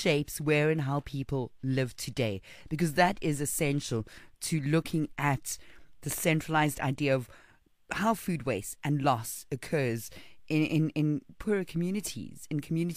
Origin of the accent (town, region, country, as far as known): South Africa